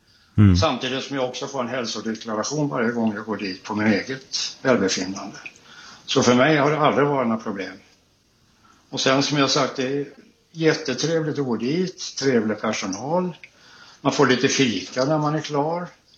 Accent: Gothenburg, Västra Götaland County, Sweden; Som göteborgare så heter det då surströmming.

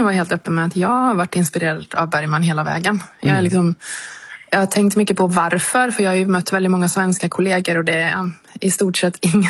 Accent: Borås, Västra Götaland County, Sweden; now in Norway; jag är född och uppvuxen i Borås och jag är ju sverigefinsk.

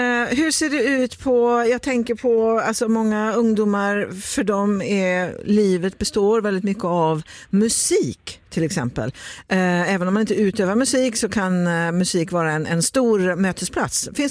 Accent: Västra Götaland County, Sweden; Jag kommer ihåg när jag var liten så växte jag upp en bit utanför Uddevalla

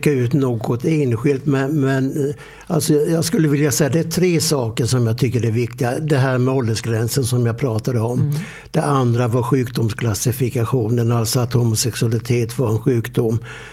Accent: Vischerum, Kalmar County, Sweden; när jag växte upp i Vischerum, då kunde man välja på 2 saker.

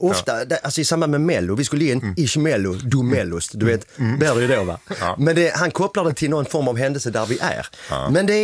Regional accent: Helsingborg, Skåne, Sweden; Vi kom ju inte från Stockholm, vi kom från Helsingborg.

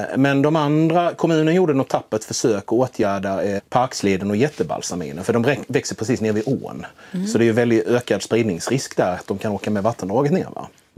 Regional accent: Blekinge, Sweden

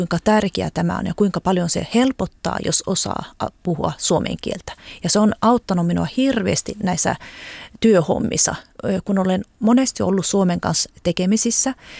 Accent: Sweden; Minä olen ollut suomalainen kansalainen, mutta vaihoin sen, kun minä täytin 18 vuotta, koska olen aina asunut Ruotsissa.

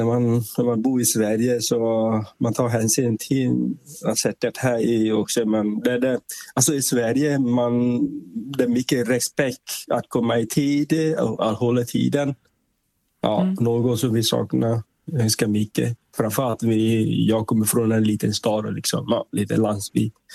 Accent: Vietnam; Swedish is a second language; han jobbar då i huvudstad Hanoi, och sen jag kommer från Milestra området.

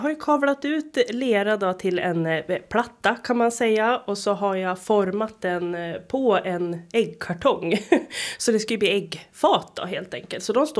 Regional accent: Sala, Västmanland County, Sweden; now in Heby, Sweden; jag är ju från Sala

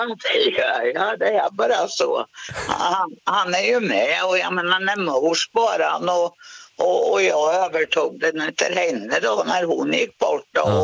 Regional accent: Omberg, Östergötland, Sweden; moved away; Jag är ifrån Tåkern, okay. Omberg.

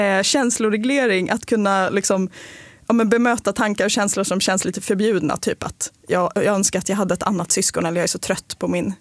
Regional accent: Örnsköldsvik, Västernorrland County, Sweden; born or raised there; moved away as an adult; now in Stockholm, Sweden

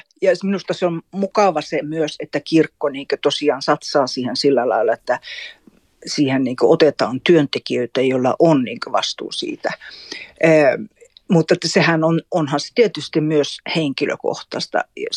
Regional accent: Kolari, Lapland, Finland; now in Kaunisvaara, Sweden; Mä olen Tornionlaaksosta. Mulla on juuria Suomen ja Ruotin puolella. Itse olen kasunut sitten niin Suomen puolella Tornionlaaksossa Kolarissa. Ja tällä hetkellä mä asun Kaunisvaarassa. Se on täällä Ruotin puolella sitten, Pajalan kunnassa.

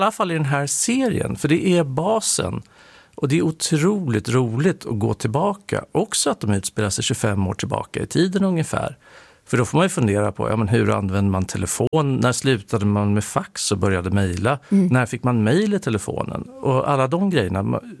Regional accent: Nyköping, Södermanland, Sweden; moved away; Jag är från Nyköping så jag har dammat av några gamla Nyköpingsuttryck till och med.

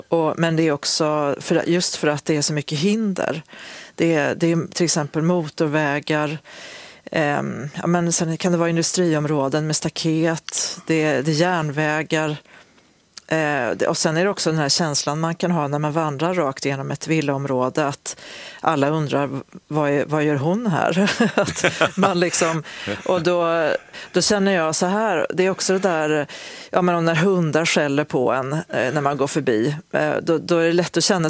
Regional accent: Osebol, Värmland, Sweden; när jag gick från Karlstad till Osebol där jag växte upp

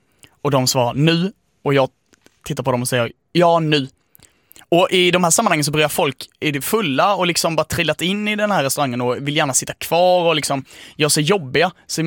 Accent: Skåne, Sweden; Alltså, jag har aldrig spelat så mycket på min skånska identitet så mycket som då.

